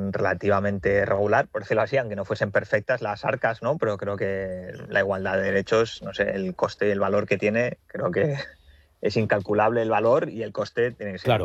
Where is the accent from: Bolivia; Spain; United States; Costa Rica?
Spain; Alicante, Valencian Community; Por lo menos para mí, claro, como alicantino